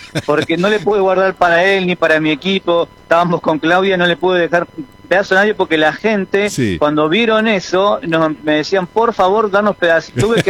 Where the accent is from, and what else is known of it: Argentina